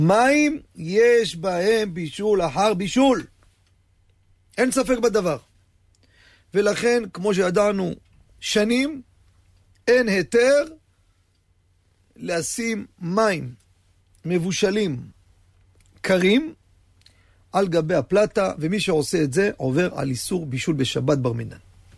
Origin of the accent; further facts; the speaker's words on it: Morocco; אנחנו מרוקאים